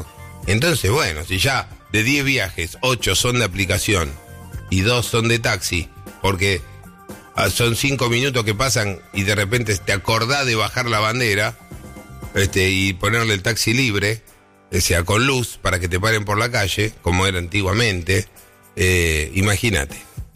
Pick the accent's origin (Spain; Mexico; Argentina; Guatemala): Argentina; Soy argentino, pienso mal.